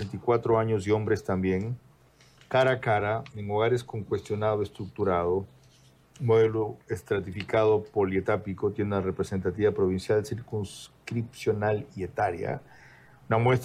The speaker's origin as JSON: {"language": "Spanish", "town": "Bahía de Caráquez", "region": "Manabí", "country": "Ecuador", "said": "el puente en mi tierra, Bahía San Vicente."}